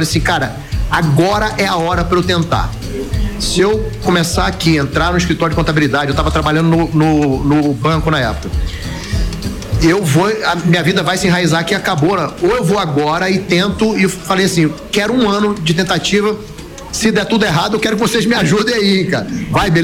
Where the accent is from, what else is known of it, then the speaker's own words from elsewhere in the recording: Manaus, Amazonas, Brazil; moved away; Meu pai migrou para o Amazonas, casou com minha mãe lá. Eu sou de Manaus, eu cresci em Manaus, cresci num ambiente espetacular, maravilhoso.